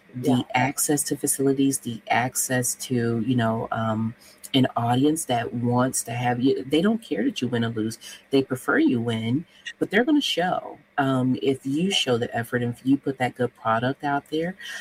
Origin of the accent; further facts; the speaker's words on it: Tennessee, United States; moved away as an adult; now in Jefferson City, United States; I'm from Tennessee, and so I'm from, home of the Lady Vols and the Memphis Tigers, and so I was used to being in a much bigger, diverse community